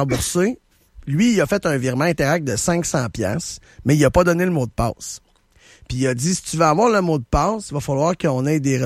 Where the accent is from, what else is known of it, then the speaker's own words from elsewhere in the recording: Montmagny, Quebec, Canada; moi j'ai grandi à Montmagny